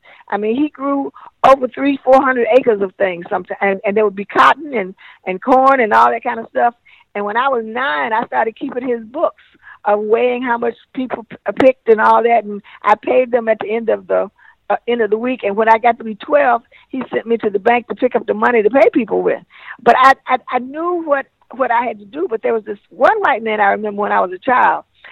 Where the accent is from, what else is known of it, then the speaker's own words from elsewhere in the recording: the South, United States; I grew up in the South